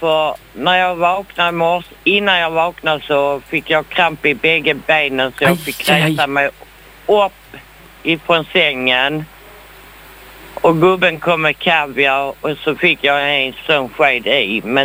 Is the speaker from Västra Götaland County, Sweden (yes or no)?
no; Malmö, Skåne, Sweden; Nej, och sen är det att jag kommer ju egentligen från Malmö ju, från början.